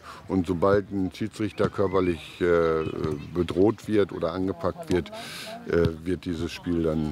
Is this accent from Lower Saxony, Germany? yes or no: yes; Wiedensahl, Lower Saxony, Germany; Da ich gesagt habe, ich komme aus Wiedensaal